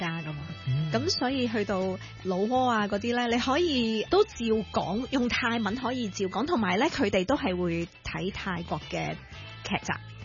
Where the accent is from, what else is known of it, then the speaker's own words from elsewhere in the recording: Hong Kong; also born or lived in Northern Thailand; 我喺香港大嘅，咁咧，咁你知广东话都系比较硬